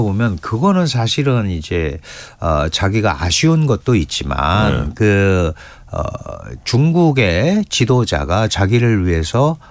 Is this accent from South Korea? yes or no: yes; South Korea; 저는 한국 사람이니까